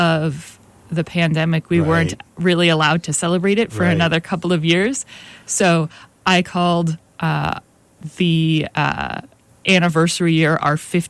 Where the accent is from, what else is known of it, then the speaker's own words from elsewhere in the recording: Brunswick, Maine, United States; I grew up in Brunswick, Maine